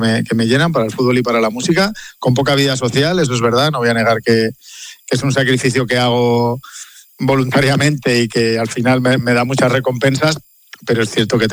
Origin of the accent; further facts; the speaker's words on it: Ávila, Castile and León, Spain; moved away; encima yo que me vine de Ávila